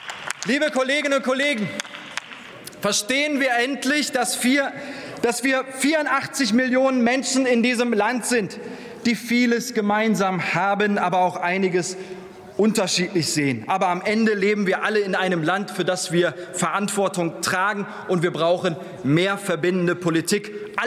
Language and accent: German; Krefeld, North Rhine-Westphalia, Germany; ich komme ursprünglich aus Krefeld.